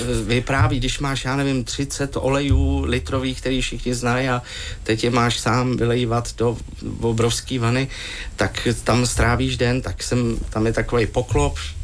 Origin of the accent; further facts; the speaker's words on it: Prague, Czechia; born there; narodil jsem se v Londýnský kousek vedle.